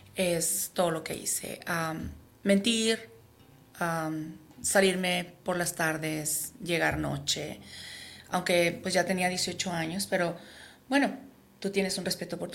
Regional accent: Mexico; Bueno, yo soy mexicana.

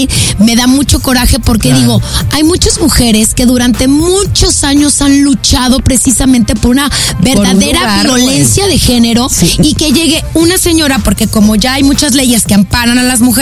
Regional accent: Mexico; Y entonces, por ejemplo, nosotras que somos mexicanas, bueno, pues ya no ganó México

